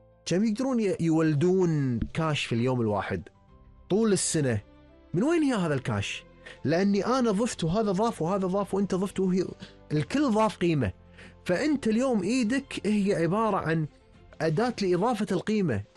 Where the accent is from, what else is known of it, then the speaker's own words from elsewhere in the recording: Kuwait; إن نشارك إحنا من الكويت كمشاريع تجارية